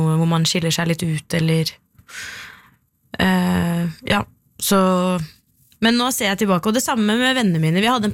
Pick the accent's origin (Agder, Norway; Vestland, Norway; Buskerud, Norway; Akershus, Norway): Akershus, Norway; Jessheim; moved away; nå bor det jo mange flere på Jessheim enn det gjorde da jeg vokste opp på Jessheim